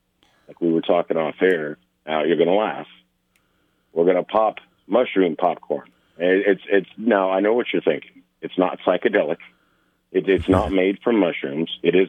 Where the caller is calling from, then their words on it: Dorchester, Nebraska, United States; My rain gauge, so outside of Dorchester